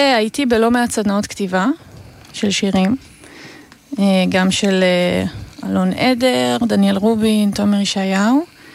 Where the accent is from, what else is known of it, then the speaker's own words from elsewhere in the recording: Tel Aviv, Tel Aviv District, Israel; מתל אביב.